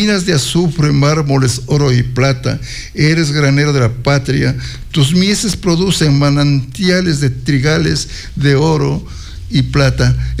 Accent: Ecuador

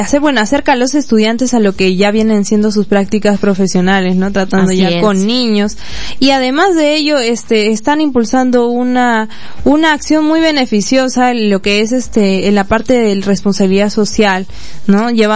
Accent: Tacna, Peru; No solamente representarnos como tacneños, como peruanos a través de esta danza, sino también como basadrinos

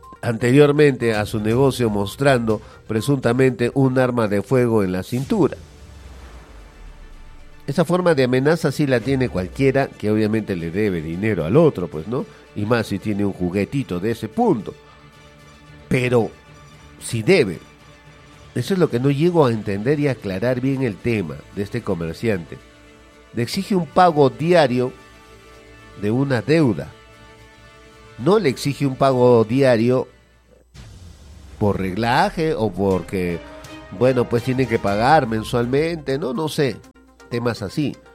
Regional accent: Peru; nosotros como peruanos

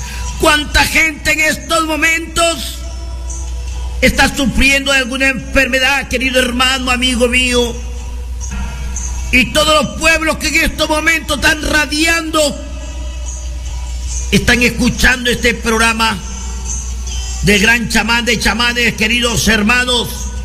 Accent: Huancabamba, Piura, Peru; que vengo directamente de la Guaringa de Huancabamba, provincia de Piura, Perú

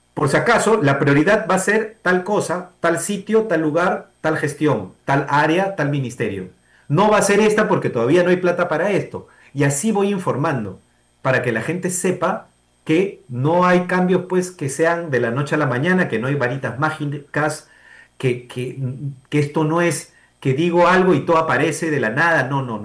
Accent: Peru; Cada uno como peruano responsable.

